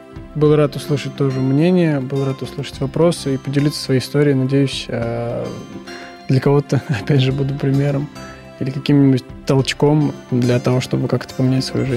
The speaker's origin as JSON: {"language": "Russian", "country": "Armenia", "said": "и я им прямо говорил, я армянин. Я другой национальности"}